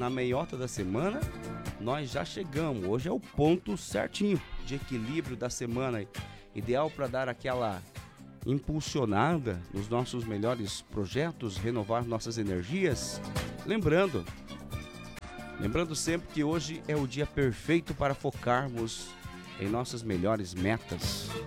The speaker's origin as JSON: {"language": "Portuguese", "country": "Brazil", "tie": "born there", "said": "E eu nasci no Santana, próximo ali também, né? Próximo a Castelli, por ali, né?"}